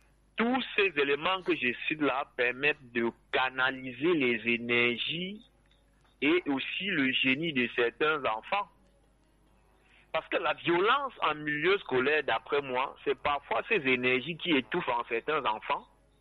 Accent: Cameroon; notre véritable moi en tant que Camerounais

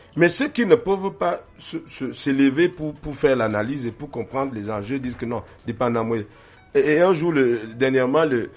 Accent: Bafia, Centre, Cameroon; même chez nous, à Bafia

